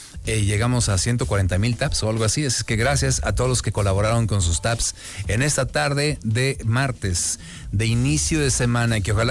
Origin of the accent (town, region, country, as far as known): Mexico